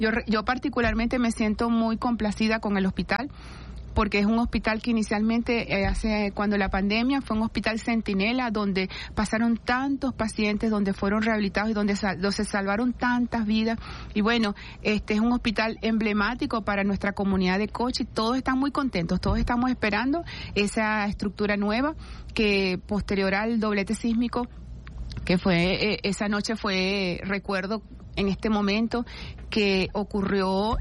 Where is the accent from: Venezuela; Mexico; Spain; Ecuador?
Venezuela; nosotros mismos como disciplina, como venezolanos